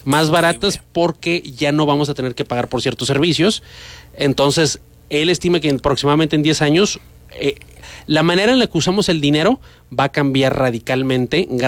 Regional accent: Mexico

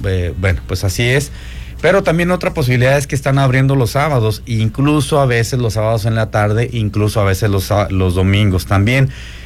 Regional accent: Mexico; para nosotros los mexicanos

